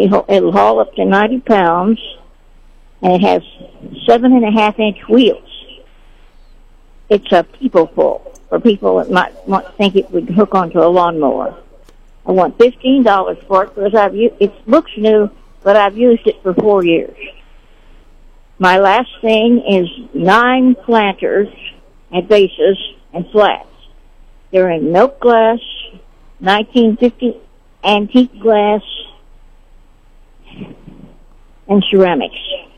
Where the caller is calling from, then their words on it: Sedalia, Missouri, United States; I'm calling from Sedalia.